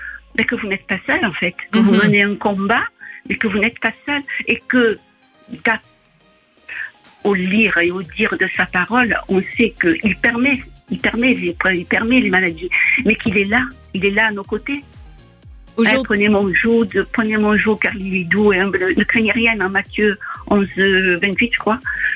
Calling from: Aix-en-Provence, Provence-Alpes-Côte d'Azur, France; accent: southern French; Je suis près d'Aix-en-Provence.

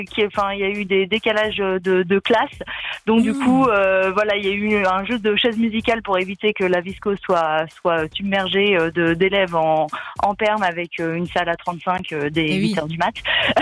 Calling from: France; Ça paraît monial, pas loin de là d'où je viens.

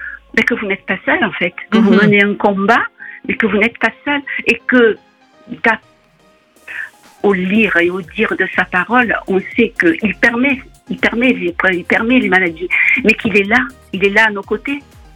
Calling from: Provence-Alpes-Côte d'Azur, France; accent: singing southern accent; Je suis près d'Aix-en-Provence.

